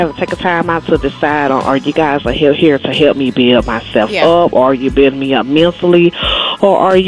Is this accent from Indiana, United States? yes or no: no; Decatur, Georgia, United States; I'm from Decatur, Georgia.